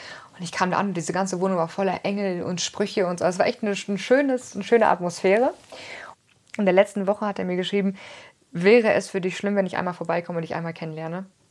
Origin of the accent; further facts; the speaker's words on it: Osnabrück, Lower Saxony, Germany; moved away as an adult; now in Allgäu, Germany; ich komme aus Osnabrück, liebäugel aber schon mit Bayern und den Bergen und dass ich da auf Dauer hinziehe.